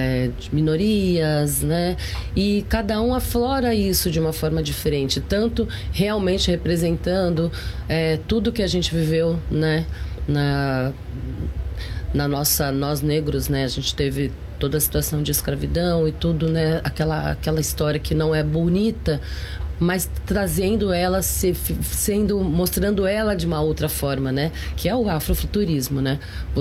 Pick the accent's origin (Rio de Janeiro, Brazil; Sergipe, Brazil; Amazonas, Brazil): Rio de Janeiro, Brazil; born there; now in São Paulo, Brazil; e eu sou a própria mulher latina brasileira, né? Eu sou brasileira, nasci no Rio de Janeiro, moro em São Paulo, tenho um pé aqui na Bahia, porque me identifico muito